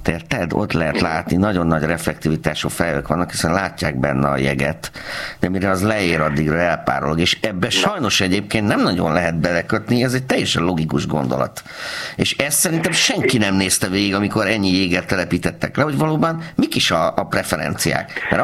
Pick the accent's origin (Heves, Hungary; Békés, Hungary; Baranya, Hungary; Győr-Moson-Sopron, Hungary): Baranya, Hungary; meg mit tudom én a Mecsekre is nagyon büszke vagyok, fel félét. És tessék, ott nőttem föl.